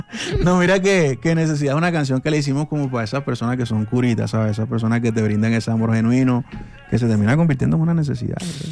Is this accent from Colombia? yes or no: yes; Cartagena, Bolívar, Colombia; Yo también soy de Cartagena.